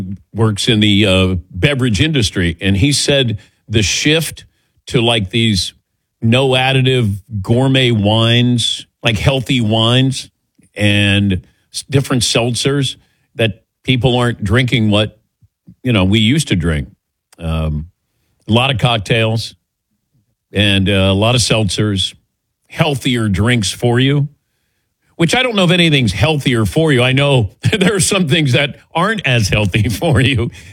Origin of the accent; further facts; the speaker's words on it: Midwest, United States; now in New York, United States; That's what I grew up in the Midwest.